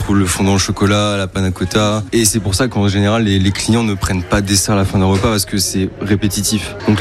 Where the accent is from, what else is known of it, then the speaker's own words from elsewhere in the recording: Grand Est, France; moved away as an adult; also born or lived in Lyon; now in Bayonne, France; fait un CAP pâtissier en 2 ans à Mulhouse, donc en Alsace, parce que je suis alsacien de base.